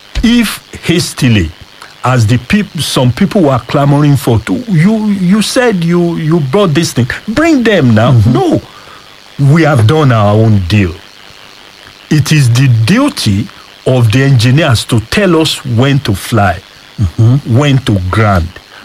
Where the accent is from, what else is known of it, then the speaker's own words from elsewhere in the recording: Oyo, Nigeria; also born or lived in Ogbomoso North; I am from Orire, local government, Orirunminu.